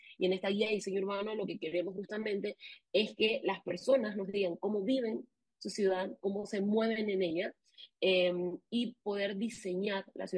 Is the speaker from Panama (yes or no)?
yes; Panama